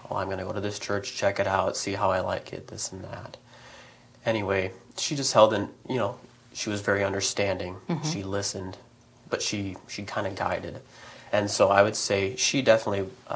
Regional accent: Mitchell, South Dakota, United States; So I was born and raised in Mitchell, South Dakota, mm-hmm. and I lived there actually all 18 years of my adolescent life

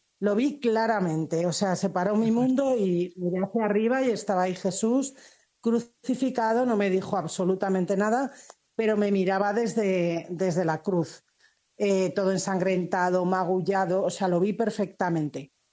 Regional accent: Spain; born there; accent: Spanish; Pues mira, yo nací en una familia muy católica en España, como podéis ver por mi acento, en el año 64. Claro. Tengo 62 años. Soy la mayor de cuatro hermanos y mi familia todos muy católicos desde los ancestros

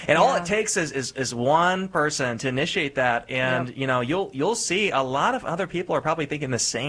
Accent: Oklahoma, United States; I mean, I'm from Oklahoma. It's like the buckle of the Baptist Bible Belt.

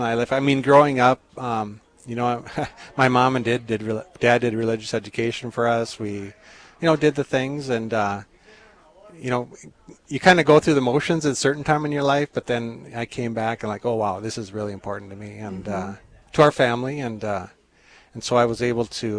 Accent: Hebron, North Dakota, United States; Yes, I grew up in Hebron, North Dakota on a ranch. Went to the University of North Dakota, met my wife Maureen there.

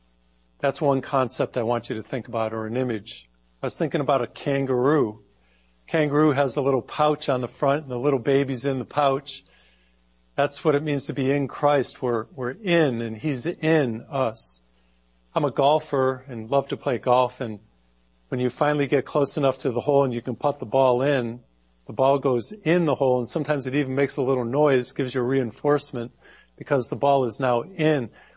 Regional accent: Massachusetts, United States; I grew up in Massachusetts and we would have some of the coldest winters.

